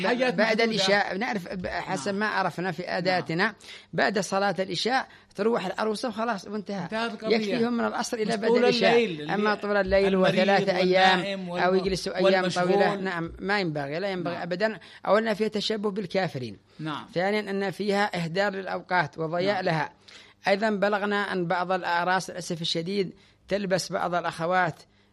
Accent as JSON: {"language": "Arabic", "region": "Tihama", "country": "Yemen", "said": "إحنا نعرف كان عندنا في تهامة 2 يوم العرس فقط"}